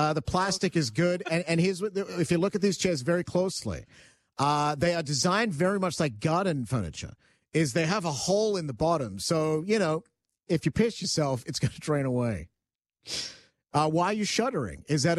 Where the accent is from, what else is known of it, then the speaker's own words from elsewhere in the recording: Vancouver, British Columbia, Canada; now in Toronto, Canada; I'm from Vancouver, man.